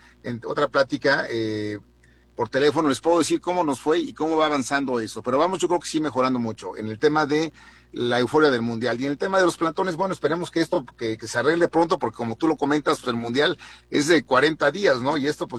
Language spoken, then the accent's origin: Spanish; Mexico; como buenos mexicanos todo lo dejamos hasta el último.